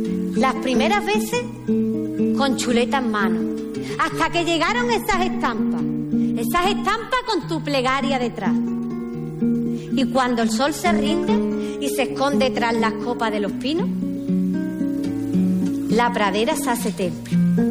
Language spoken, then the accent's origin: Spanish; Cartaya, Andalusia, Spain; ¡Viva mi pueblo de Cartaya!